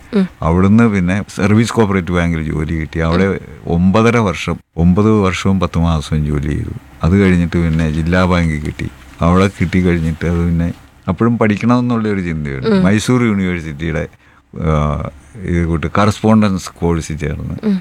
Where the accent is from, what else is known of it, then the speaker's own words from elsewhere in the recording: Arikkuzha, Kerala, India; തൊടുപുഴ തന്നെയാണ്. തൊടുപുഴ അരിക്കുഴ എന്ന് പറയുന്ന ഗ്രാമത്തിലാണ് ഞാൻ ജനിച്ചതും വളർന്നതും.